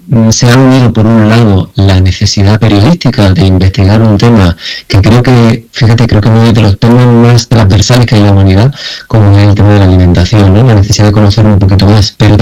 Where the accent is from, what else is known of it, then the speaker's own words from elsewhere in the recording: Jaén, Andalusia, Spain; Y para que se entienda, soy de Jaén y de familia que ha trabajado en el campo, ¿no?